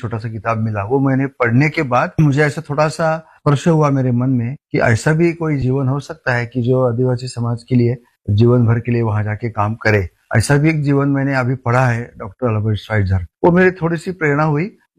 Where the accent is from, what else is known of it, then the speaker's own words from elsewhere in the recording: Satara, Maharashtra, India; now in Bastar, India; मैं रहने वाला सतारा महाराष्ट्र का हूं